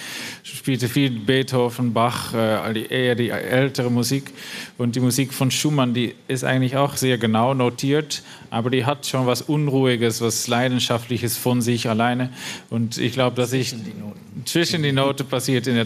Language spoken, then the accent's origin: German; Rotterdam, South Holland, Netherlands; German is a second language; ich komme aus den Niederlanden, ich komme aus Rotterdam